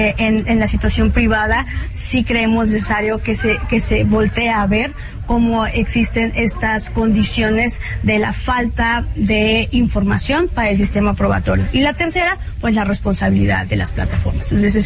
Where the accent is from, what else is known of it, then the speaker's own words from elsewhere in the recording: Mexico; donde, como mexicanas principalmente, operamos con las plataformas digitales de Norteamérica